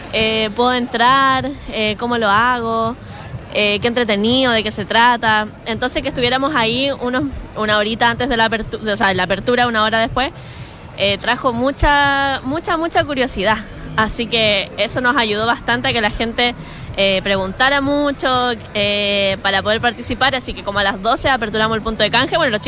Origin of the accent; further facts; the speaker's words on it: Iquique, Tarapacá, Chile; Yo soy muy iquiqueña